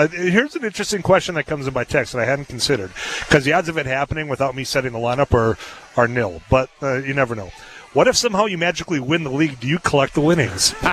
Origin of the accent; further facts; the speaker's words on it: Leeds, Yorkshire and the Humber, United Kingdom; There's another guy from Mattock that will collude with somebody from my hometown of Leeds who participates